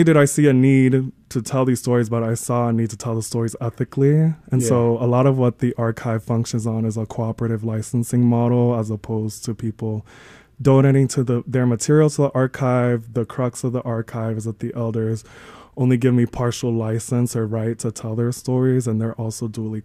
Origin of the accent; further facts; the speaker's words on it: Florida, United States; now in Kansas City, United States; I'm not from Kansas City. I moved here in 2021. I'm actually from Florida, and I went to college in Hoboken, New Jersey. And I moved here for a job opportunity in 2021.